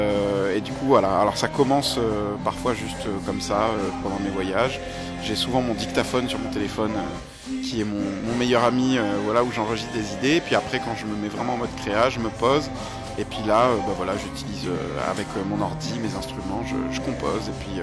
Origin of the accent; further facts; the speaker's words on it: Réunion; je suis chanteur, auteur-compositeur, je viens de l'île de la Réunion.